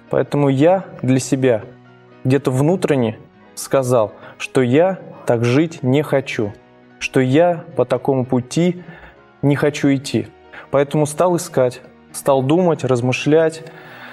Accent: Nizhny Novgorod, Nizhny Novgorod Oblast, Russia; Ну, я родился в большом городе, город Нижний Новгород. Родился в обычной семье.

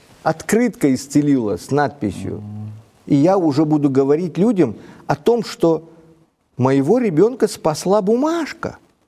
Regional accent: Uzbekistan; Вот, например, вот там, откуда я родом, да, есть одно место такое, вы знаете, большая пещера, она между городами находится.

